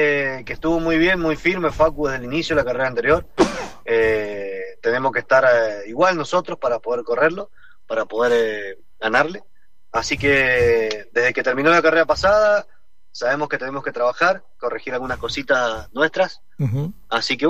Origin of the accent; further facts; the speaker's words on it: Mendoza, Argentina; más como mendocino, es un placer correrlo